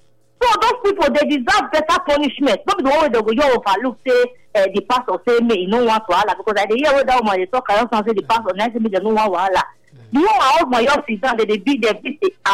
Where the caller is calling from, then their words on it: Uselu, Edo, Nigeria; I'm calling from Uselu Kota.